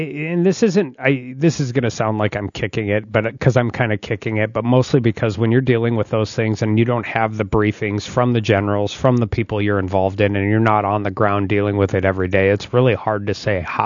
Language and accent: English; Dickinson, North Dakota, United States; I give my hometown credit.